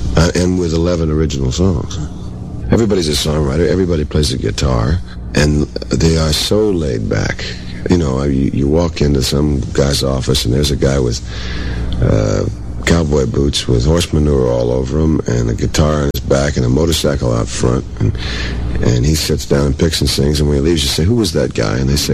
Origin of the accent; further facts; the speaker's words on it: Florida, United States; also born or lived in Georgia, United States; I was born in Georgia, raised in Florida. And I really and truly love country music.